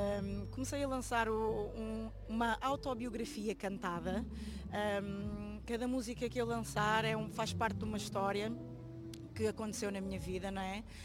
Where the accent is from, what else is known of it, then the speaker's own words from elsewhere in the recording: Portugal; also born or lived in Brazil; Eu nasci no Brasil, vim cá para Portugal muito pequenina